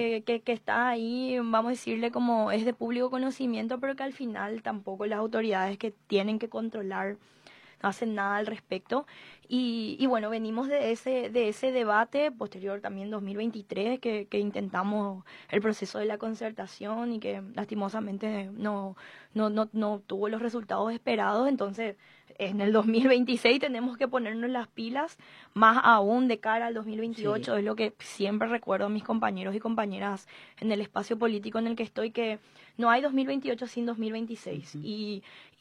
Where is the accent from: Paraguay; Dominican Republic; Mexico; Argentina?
Paraguay; que tenemos trabajos como cualquier paraguayo y paraguaya